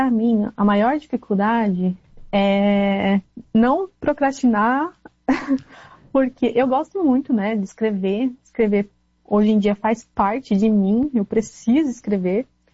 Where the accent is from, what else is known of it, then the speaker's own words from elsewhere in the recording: South Region, Brazil; now in North Brazil; Eu sou do Sul. Aí nesse tempo eu mudei pro Norte